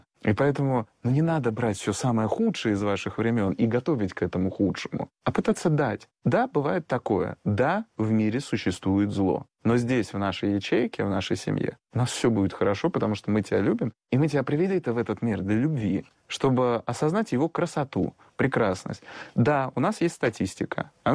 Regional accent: Russia; born there; там я родился в РФСР, то есть 90-е годы, я помню это все

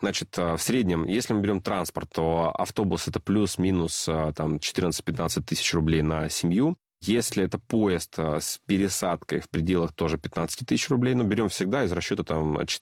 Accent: Saint Petersburg, Russia; now in Moscow, Russia; А он бывший мой, я уже москвич.

